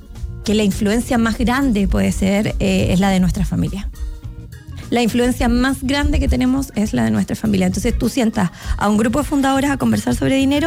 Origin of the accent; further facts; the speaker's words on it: southern Chile, Chile; yo que vengo del sur de Chile